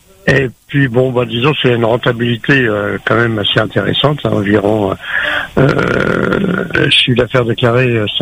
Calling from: Sainte-Marie, Réunion; moi, par exemple, je suis à Sainte-Marie

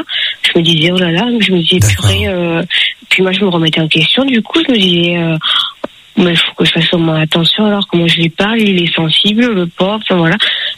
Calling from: Vaison-la-Romaine, Provence-Alpes-Côte d'Azur, France; Et je vis à Vaison-la-Romaine, dans le Vaucluse.

